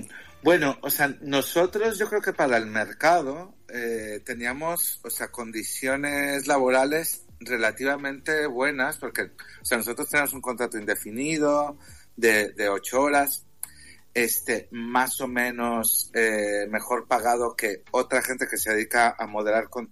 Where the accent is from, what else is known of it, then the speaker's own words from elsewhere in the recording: Mexico; now in Spain; En México se le dice pluma. Es que yo soy mexicano.